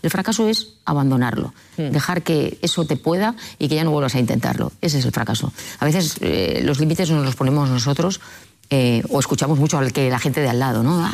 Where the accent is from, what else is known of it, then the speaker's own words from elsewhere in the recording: Spain; le digo que soy de aquí, de España, que si me pueden dar acceso